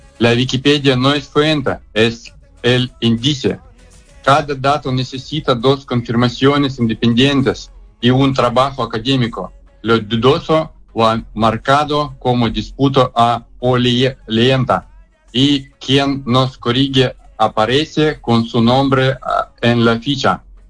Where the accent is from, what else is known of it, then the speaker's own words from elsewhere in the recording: Russia; Spanish is a second language; moved away; pido disculpas por mi español. Soy ruso, todavía lo estoy aprendiendo.